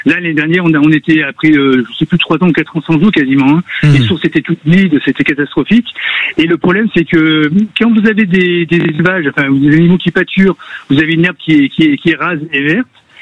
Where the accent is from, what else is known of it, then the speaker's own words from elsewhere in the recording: Die, Auvergne-Rhône-Alpes, France; je suis de la Drôme initialement, donc je suis de côté de Die, donc je connais aussi la Drôme.